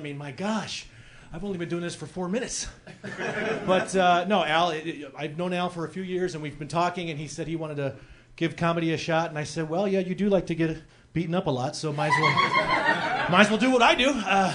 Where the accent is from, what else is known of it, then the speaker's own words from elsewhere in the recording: Naperville, Illinois, United States; I say I'm from Chicago, but I'm from Naperville, right? So, but I'm home, you know.